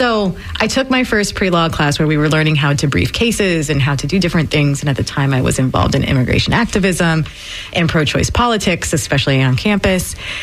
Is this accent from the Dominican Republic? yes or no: no; Tampa, Florida, United States; So I'm from Florida. I'm from Tampa. My mom's family is from Ybor City.